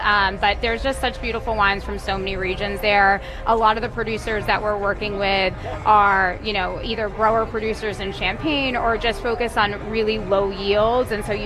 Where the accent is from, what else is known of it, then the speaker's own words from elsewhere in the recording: Swampscott, Massachusetts, United States; I'm originally from Swampscott. We moved back in 2013